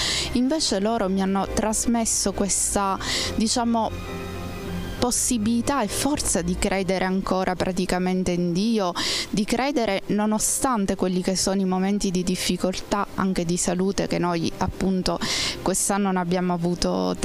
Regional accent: Adrano, Sicily, Italy; Da Adrano, provincia di Catania.

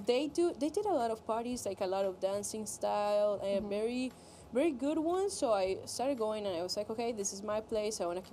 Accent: Colombia; moved away as an adult; I am from Colombia. I was born and raised there. I left my country when I was 22, so that's a pretty long time. I am as Colombian as a person can be.

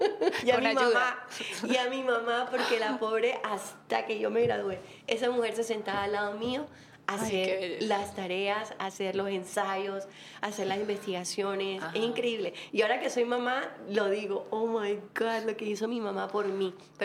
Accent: Barranquilla, Atlántico, Colombia; crecí en Barranquilla.

